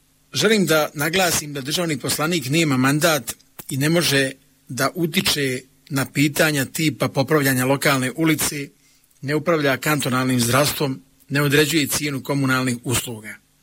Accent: Gračanica, Federation of Bosnia and Herzegovina, Bosnia & Herzegovina; born there; Rođen sam i živim u Gračanici, oženjen sam i otac dvojici sinova.

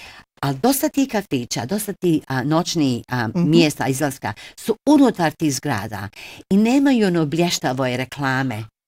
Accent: Bosnia & Herzegovina; A tako da smo se kao pravi Bosanci uputili još jedan kafić gdje smo se družili i upoznavali

